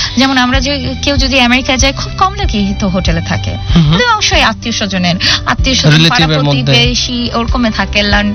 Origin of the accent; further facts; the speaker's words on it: Bangladesh; আমরা বাংলাদেশিরা কিন্তু একটু বিলাসী আছি